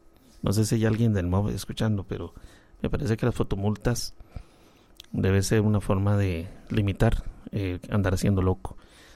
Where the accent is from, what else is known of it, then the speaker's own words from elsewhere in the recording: Guápiles, Limón, Costa Rica; Guápiles, mi tierra, yo nací en Guápiles, mi estimada.